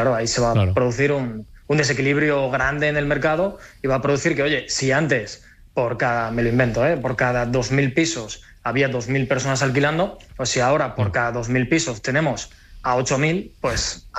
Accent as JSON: {"language": "Spanish", "town": "Altea", "region": "Valencian Community", "country": "Spain", "moved": "as an adult", "said": "Mira, yo cuando empecé a estudiar, yo llegué, bueno, de un pueblito de Alicante, de Altea, me fui a estudiar a, uh-huh, Valencia con tres amigos del bachiller."}